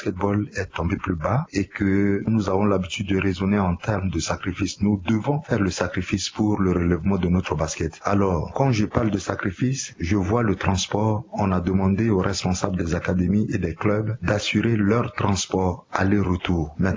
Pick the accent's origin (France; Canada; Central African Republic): Central African Republic; je suis centrafricain